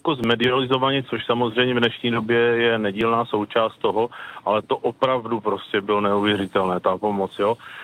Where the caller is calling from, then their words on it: South Moravian Region, Czechia; My jsme z Moravského Slovácka